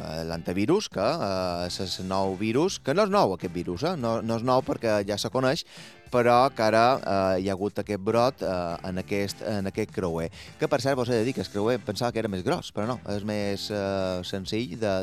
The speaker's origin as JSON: {"language": "Catalan", "area": "Mallorca", "region": "Balearic Islands", "country": "Spain", "said": "Parlarem de com som els mallorquins i com hauríem de ser"}